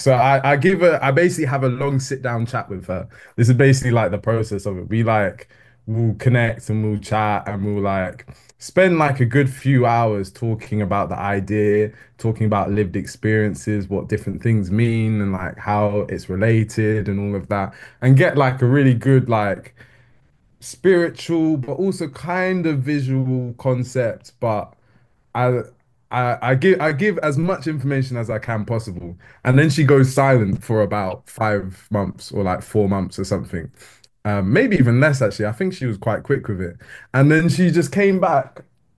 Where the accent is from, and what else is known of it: London, United Kingdom; born or raised there